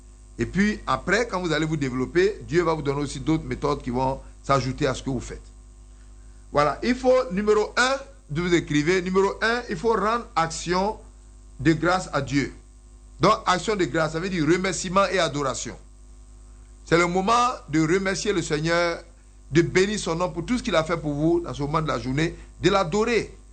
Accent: Côte d’Ivoire; moved away; comme on vient de la Côte d'Ivoire

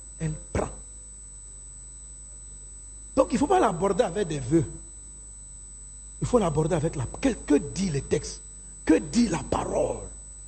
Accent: Agnibilékrou, Comoé, Côte d’Ivoire; là d'où je viens, de Agnibele-Cro, c'est un royaume. Le royaume du Diablin. Il y a un roi. Même s'il n'y a pas beaucoup de villages, mais c'est un royaume.

